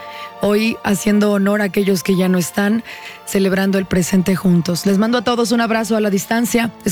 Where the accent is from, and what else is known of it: Mexico